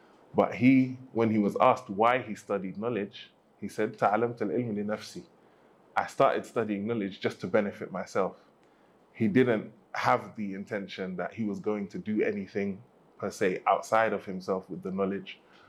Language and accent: English; United Kingdom; as a British person of African descent, someone that, you know, my grandparents migrated to the UK in the 50s and I grew up and was born there, but I always knew that I was not from there.